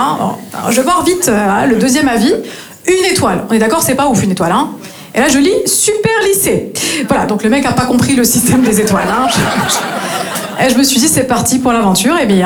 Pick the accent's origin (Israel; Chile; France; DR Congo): France; north-east France; now in Marseille, France; Je viens du nord-est de la France. Et je me suis installée ici à Marseille il y a tout juste 3 ans et demi.